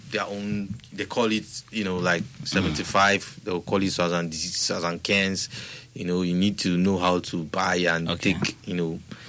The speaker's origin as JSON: {"language": "English", "region": "Enugu State", "country": "Nigeria", "first_language": "Igbo", "second_language": "English", "said": "And then in Igbo too, that's my native, because I'm from Nigeria, Enugu State. I'm an Igbo man"}